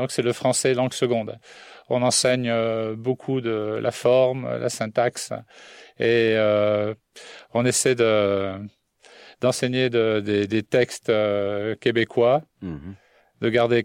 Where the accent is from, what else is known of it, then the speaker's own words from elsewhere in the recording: Southern France, France; born there; moved away; j'ai fait des études d'espagnol en France. Donc, l'espagnol, c'était ma deuxième langue. J'habitais dans le sud de la France. Et notre patois, c'était, il y avait beaucoup de mots espagnols.